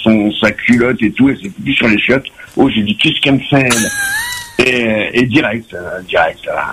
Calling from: Saint-Pierre, Réunion; je suis à Saint-Pierre.

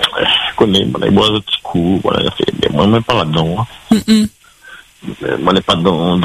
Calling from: Saint-Denis, Réunion; de Saint-Denis.

